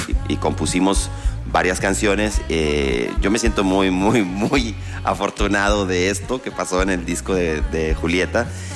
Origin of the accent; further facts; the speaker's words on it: Sinaloa, Mexico; now in Mexico City, Mexico; Yo soy de Sinaloa, que ya es el norte de México, pero llevo 23 años viviendo en la Ciudad de México.